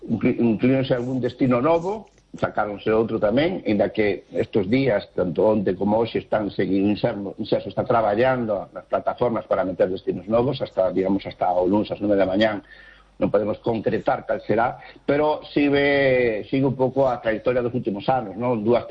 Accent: Galicia, Spain; isto tamén enriquece non só a nós, sino tamén a donde vamos nós tamén como galegos.

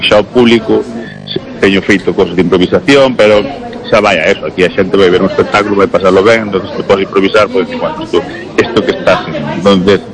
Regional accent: Galicia, Spain; pero si eu sempre vivir aquí, pues, eu tamén traballo moito por fora, pero a miña base sempre é Galicia

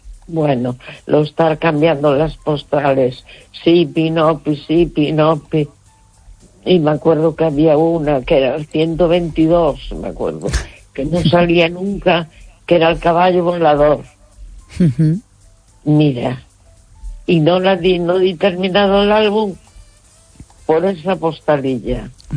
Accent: A Coruña, Galicia, Spain

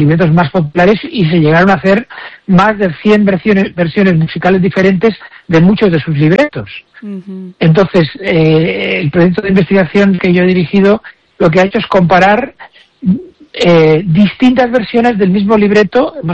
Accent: Galicia, Spain; Seguimos siendo gallegos aunque hayamos nacido en otra parte del mundo.

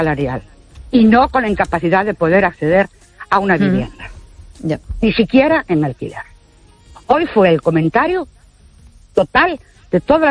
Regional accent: Ourense, Galicia, Spain; Buenas noches … de Ourense.

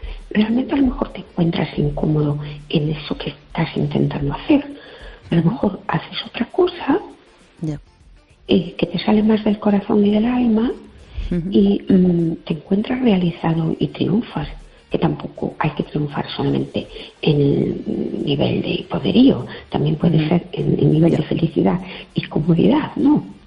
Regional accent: Jerez de la Frontera, Andalusia, Spain; Buenas noches … de Jerez, ¿qué tal?

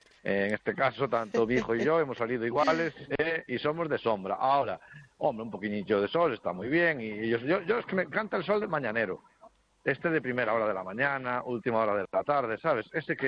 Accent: Galicia, Spain; Esto era un clásico que, bueno, polo menos aquí na miña aldea fixemos cando éramos rapaces moitos anos, se fixo sí.

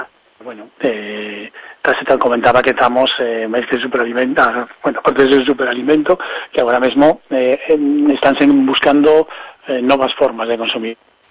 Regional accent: Galicia, Spain; Como galego, pues, moito dicir que depende.

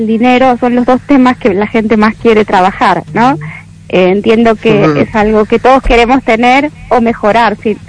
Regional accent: Argentina; moved away as an adult; now in Galicia, Spain; yo soy argentina, de madre gallega, ¿no? O sea, hace 4 años que estoy aquí

